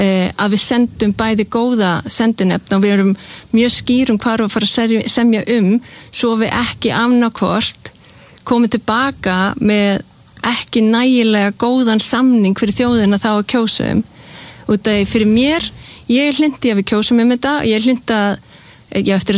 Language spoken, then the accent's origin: Icelandic; Denmark; born or raised there